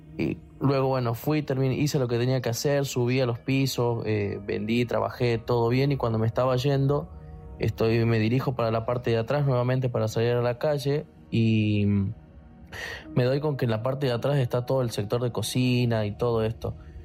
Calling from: Buenos Aires, Argentina; Soy de Villa Soldati.

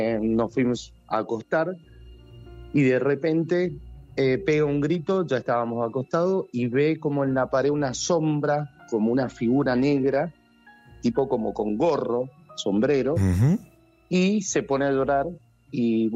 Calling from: Mendoza, Argentina; De Mendoza.

